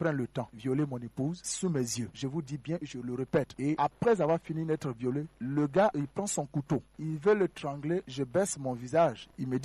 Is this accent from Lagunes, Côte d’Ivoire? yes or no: yes; Dabou, Lagunes, Côte d’Ivoire; moved away as an adult; now in Cameroon; je viens de la Côte d'Ivoire, précisément de la ville de Dabou.